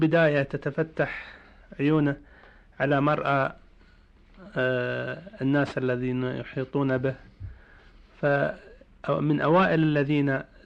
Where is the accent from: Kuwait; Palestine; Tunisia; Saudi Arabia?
Saudi Arabia; Al-Jishah, Eastern Province; born or raised there